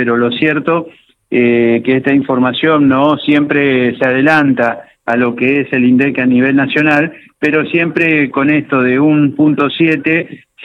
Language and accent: Spanish; San Francisco, Córdoba, Argentina; moved away; allí en mi ciudad de San Francisco